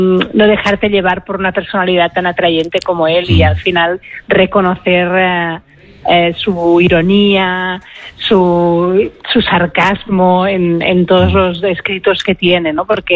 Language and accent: Spanish; Catalonia, Spain; yo como catalana